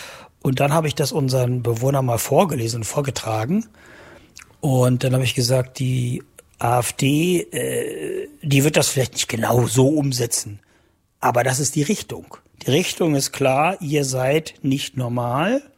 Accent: Saxony-Anhalt, Germany; Ich bin hier in der Altmark geboren und groß geworden. Ich hatte eine wunderschöne Kindheit und Jugend. Und was ich immer schon sehr an der Altmark geschätzt habe, ist also sehr viel Grün, sehr viel Natur.

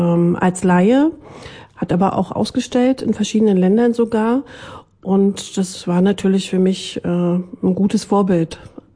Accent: Guben, Brandenburg, Germany; born there; also born or lived in Leipzig; now in Frankfurt (Oder), Germany; Ja, in meiner Heimatstadt, also in meiner Geburtsstadt. Heimatstadt ist, glaube ich, jetzt mittlerweile Frankfurt-Oder. Das war Guben.

